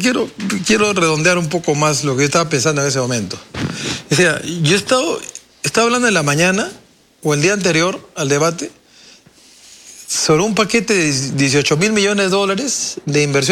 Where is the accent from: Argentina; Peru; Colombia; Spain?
Peru; Como peruano, quiero que le vaya bien al Perú